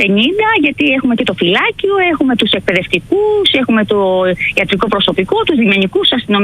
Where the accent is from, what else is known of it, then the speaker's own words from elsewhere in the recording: Peloponnese, Greece; now in Agathonisi, Greece; Είναι Αργολίδας, την πανέμορφη κοιλάδα Αργολίδας, και ήρθα εδώ, αλλά και εδώ είναι ένα πανέμορφο νησί.